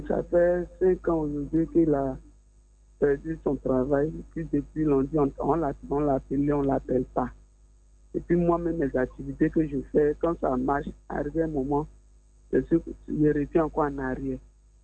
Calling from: Côte d’Ivoire; on vous appelle d'Azopé.

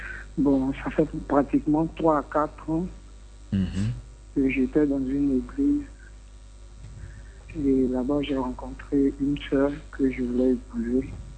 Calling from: Abidjan, Côte d’Ivoire; J'appelle depuis Port-Boué.

